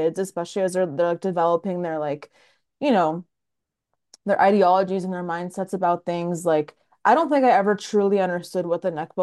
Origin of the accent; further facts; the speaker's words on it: Tennessee, United States; I just kind of at one point growing up, because I grew up in Tennessee, and I just started to realize that like my country wasn't really being talked about anywhere.